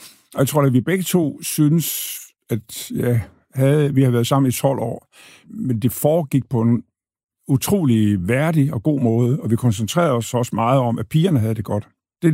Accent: Thy, North Denmark Region, Denmark; moved away; Bunderøv fra Thy. Det har jeg altid været.

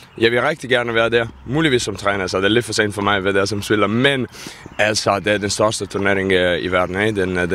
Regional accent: Italy; Danish is a second language; som I kan høre, jeg er ikke fra Danmark, jeg kom fra Italien.

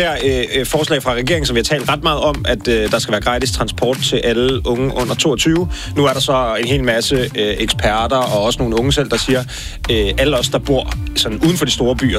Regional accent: Copenhagen, Capital Region of Denmark, Denmark; jeg er vokset op i København.

